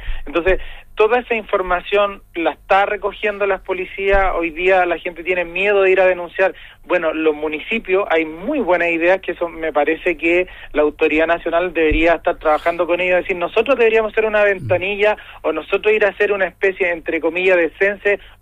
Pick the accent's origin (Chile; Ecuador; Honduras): Chile; Valparaíso; yo soy del Cerro Rocuán